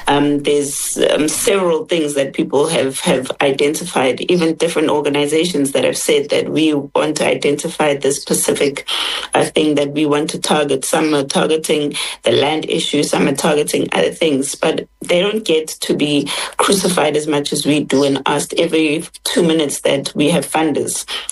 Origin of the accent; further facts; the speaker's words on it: South Africa; as a South African myself